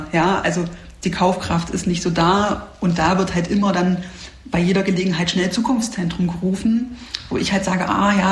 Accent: Halle, Saxony-Anhalt, Germany; Auch am Riebeckplatz ist es einfach jetzt auch kein so schöner Ort als Hallenser.

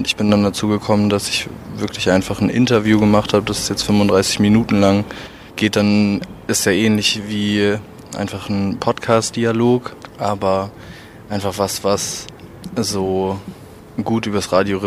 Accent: Hamburg, Germany; ich komme aus Hamburg, bin 21 Jahre alt und studiere jetzt im zweiten Semester Medienkunst an der HGB.

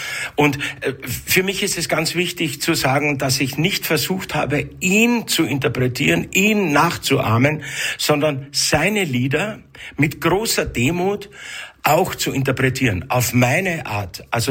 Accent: Vienna, Austria; ganz besonders natürlich für mich als Wiener

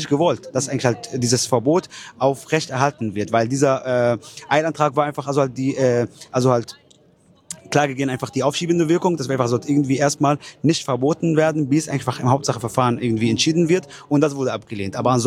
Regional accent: Palestine; beziehungsweise ich auch als Palästinenser, haben das Recht eigentlich auf Rückkehr nach Palästina.

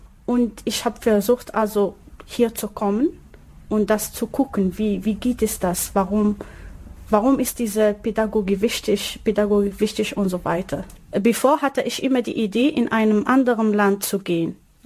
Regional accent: Morocco; now in Mannheim, Germany; ich komme aus Marokko. Ich arbeite hier im Waldorf-Kindergarten und Kinderkrippe Ginsweide.

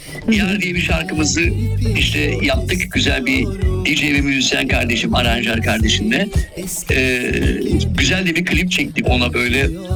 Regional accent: Kyrenia, Kyrenia District, Cyprus; now in Famagusta, Northern Cyprus; Ben dediğim gibi Kuzey Kıbrıs'ta doğdum. Kuzey Kıbrıs'ın Girne diye güzel bir şehri var. Orada doğdum. Şu anda Gazi Mausa'da yaşamaktayım.

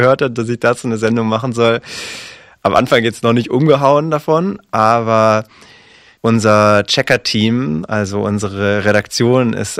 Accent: Stuttgart, Baden-Württemberg, Germany; Ich komme ja aus Stuttgart.

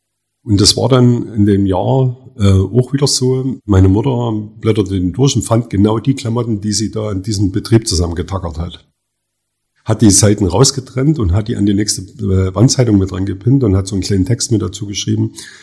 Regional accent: Oelsnitz, Saxony, Germany; ich bin in einer Kleinstadt in Vogtland aufgewachsen, in Ösnitz.

